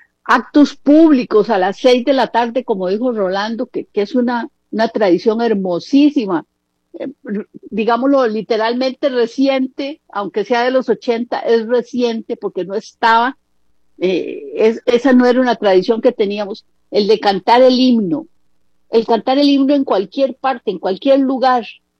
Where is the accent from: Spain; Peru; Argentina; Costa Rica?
Costa Rica; reconozcámonos que somos costarricenses